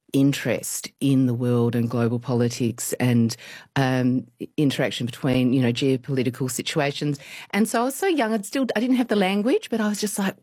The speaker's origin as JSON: {"language": "English", "country": "Australia", "tie": "born or raised there", "said": "as an Asian growing up in Australia in the 70s"}